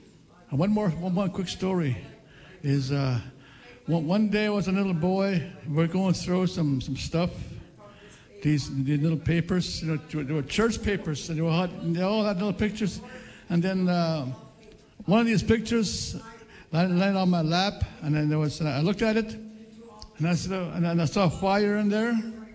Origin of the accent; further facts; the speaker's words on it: Manitoba, Canada; also born or lived in Churchill, Manitoba; They call it Bayline. That's from the paw to Churchill. So that's where I grew up, on the Bayline. And that was my home.